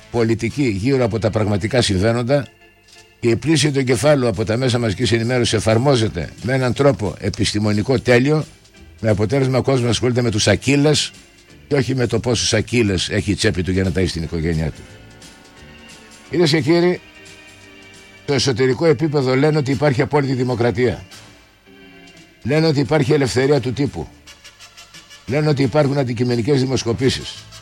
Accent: Greece

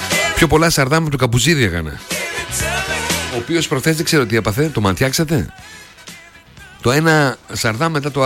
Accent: Greece

